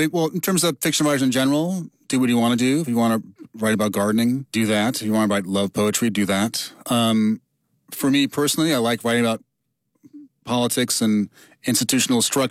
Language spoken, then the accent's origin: English; New York, United States; And I grew up in New York in the 80s, where you'd hear about Michael Griffith, Eleanor Bumpers.